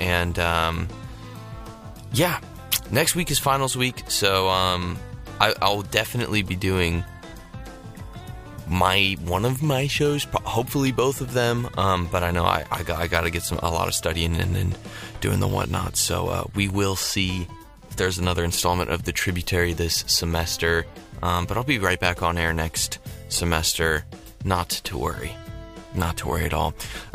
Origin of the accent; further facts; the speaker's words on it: Colorado, United States; Colorado, my home state